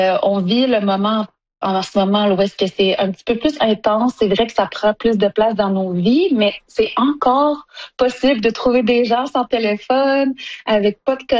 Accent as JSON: {"language": "French", "town": "Sept-Îles", "region": "Quebec", "country": "Canada", "tie": "born or raised there", "moved": "as an adult", "lives_now": "Iqaluit, Canada", "said": "Ben moi j'ai grandi à Sept-Îles parce que j'étais avec mon père. Puis ma mère, elle vient de Iqaluit. Puis j'ai déménagé là quand j'avais 19 ans."}